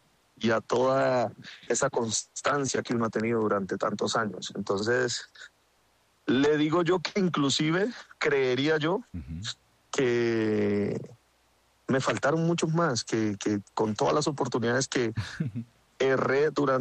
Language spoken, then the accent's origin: Spanish; Colombia